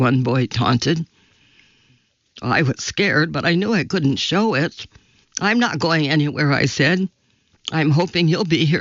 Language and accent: English; India; now in United States; take our oath of allegiance and become American citizens, something I'd dreamed of ever since I was growing up in India.